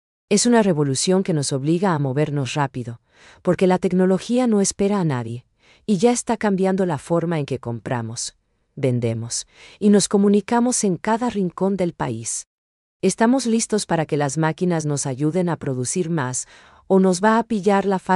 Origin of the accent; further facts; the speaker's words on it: Paraguay; la identidad que nos define como paraguayos